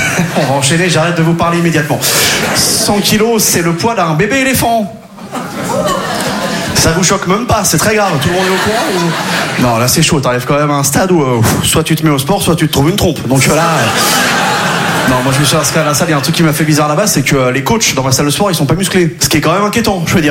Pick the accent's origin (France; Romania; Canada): France; Quimperlé, Brittany; Si vous voyez là, déjà là d'où je viens à Quimperlé, on n'avait pas les sports cool.